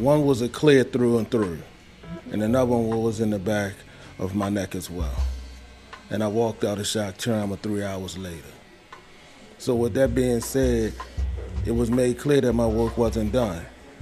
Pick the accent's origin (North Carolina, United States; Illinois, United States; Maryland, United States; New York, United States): Maryland, United States; Baltimore; You know, I come from Lexington Terrace and Cherry Hill.